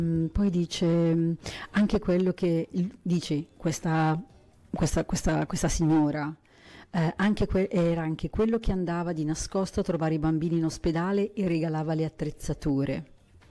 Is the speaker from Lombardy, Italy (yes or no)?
yes; Lombardy, Italy; Allora, dovete sapere una cosa, che è vero io sono lombarda, è vero che sono figlia di un milanista dell'epoca di Gullit, Van Basten e Rijkaard